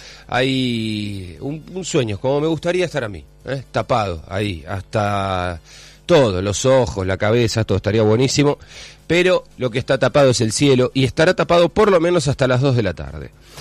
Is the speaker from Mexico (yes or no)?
no; Argentina; Cómo nos representamos después como argentinos